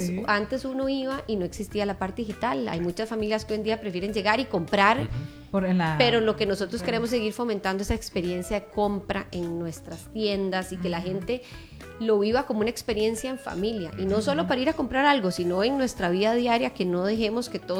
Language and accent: Spanish; Costa Rica